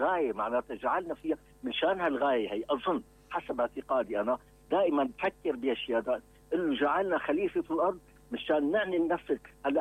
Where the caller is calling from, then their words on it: Syrian coast, Syria; يعني أنا بتعرف من الساحل